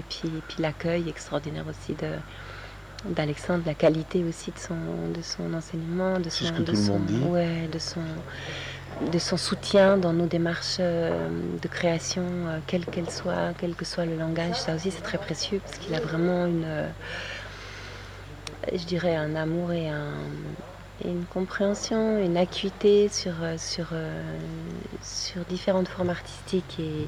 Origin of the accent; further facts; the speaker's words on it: Geneva, Switzerland; moved away as an adult; now in Paris, France; Ouais, je suis à Genève, j'ai grandi à Genève et j'ai rêvé d'aller vivre à Paris